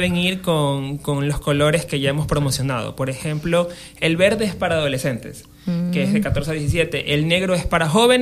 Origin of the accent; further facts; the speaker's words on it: Quevedo, Los Ríos, Ecuador; soy de Quevedo